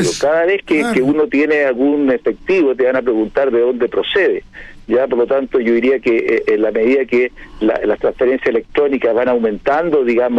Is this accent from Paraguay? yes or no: no; Chile